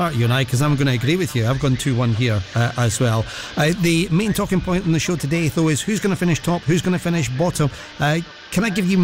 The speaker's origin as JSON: {"language": "English", "region": "Scotland", "country": "United Kingdom", "said": "being a Scot"}